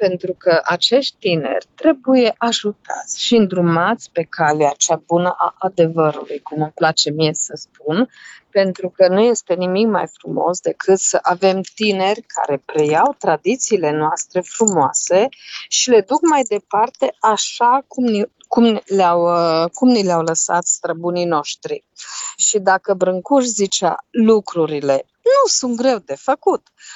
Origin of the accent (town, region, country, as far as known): Romania